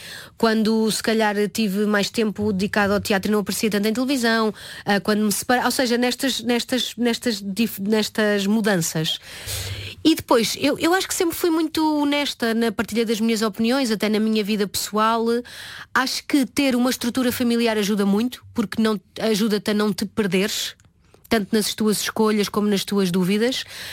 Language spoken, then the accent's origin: Portuguese; Oeste, Portugal; also born or lived in Lisbon; eu por acaso até nasci em Lisboa, foi um parto muito complicado, mas depois fui logo para a aldeia, sim, passado uns dias